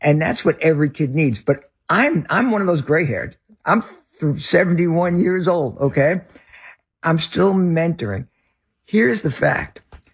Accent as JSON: {"language": "English", "area": "the North", "region": "Northern United States", "country": "United States", "accent": "Northern", "said": "As you can tell, I am a Northerner with my accent."}